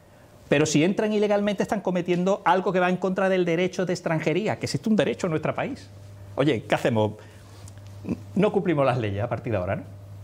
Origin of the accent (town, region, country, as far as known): Spain